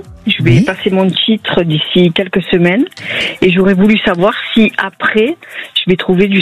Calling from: Martigues, Provence-Alpes-Côte d'Azur, France; De Martigues, dans les Bouches-du-Rhône.

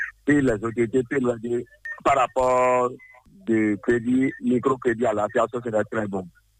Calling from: Ouidah, Atlantique, Benin; c'est fort, depuis Ouida.

